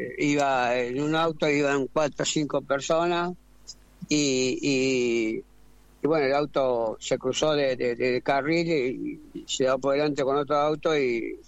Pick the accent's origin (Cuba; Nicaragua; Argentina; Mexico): Argentina; Córdoba; soy el primer boxeador argentino, campeón del mundo en doble categoría, el primero, y soy de Córdoba